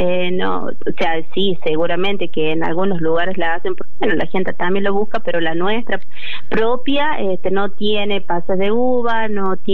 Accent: La Rioja, Argentina

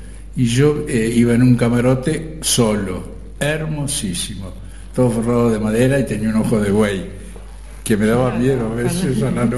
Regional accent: Argentina; moved away as an adult; tenía que viajar, tenía que irme de Argentina.

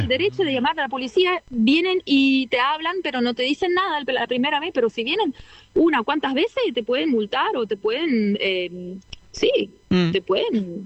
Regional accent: Rapperswil, St. Gallen, Switzerland; A donde yo me crié, en Rapperswil

